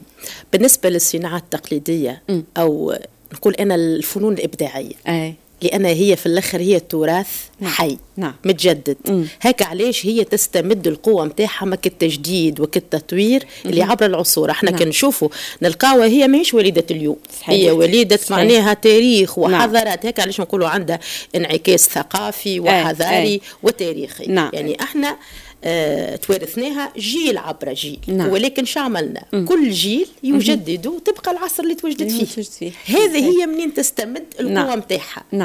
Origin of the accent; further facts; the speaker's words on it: Tunisia; عندنا 24 ولاية